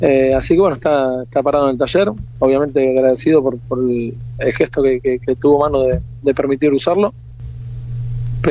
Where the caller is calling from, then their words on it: Argentina; acá somos todos argentinos